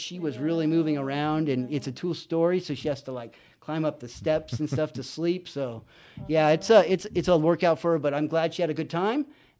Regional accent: San Bernardino, California, United States; born or raised there; also born or lived in San Felipe, Mexico

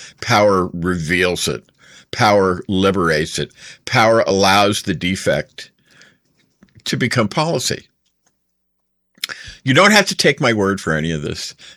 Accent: Northeast, United States; And I am from the Northeast, comparatively speaking.

